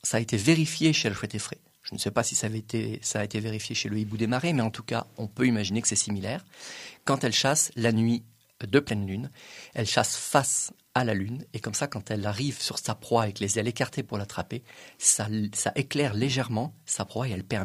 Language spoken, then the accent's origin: French; France; Mais chez nous, en France